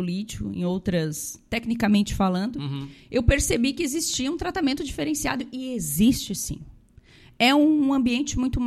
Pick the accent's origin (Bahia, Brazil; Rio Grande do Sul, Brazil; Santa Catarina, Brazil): Santa Catarina, Brazil; Araranguá; also born or lived in Balneário Arroio do Silva; Além de eu ser araranguaense, e eu vou brincar aqui com o pessoal, eu sou nativa da nossa região, vivia no Arroio na infância, né? Transito aqui, conheço as pessoas, sou de Araranguá, transito em toda a região